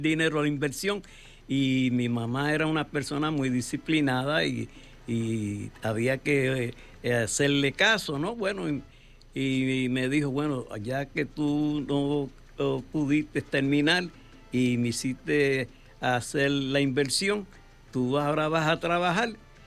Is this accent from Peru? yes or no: no; Arecibo, Puerto Rico; moved away as an adult; now in New York, United States; mi pueblo fue siempre considerado la capital de las primeras voces de trío. Salieron del pueblo de Arecibo